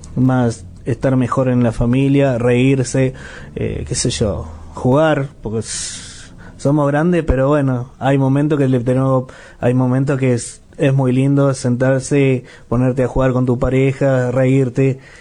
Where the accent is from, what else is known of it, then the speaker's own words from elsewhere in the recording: Ceres, Santa Fe, Argentina; Bueno, yo vengo de Ceres, aparte me enteré por la radio, así, bueno.